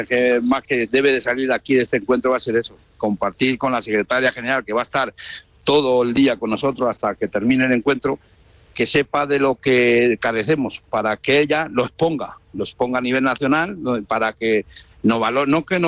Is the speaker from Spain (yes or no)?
yes; Socuéllamos, Castilla-La Mancha, Spain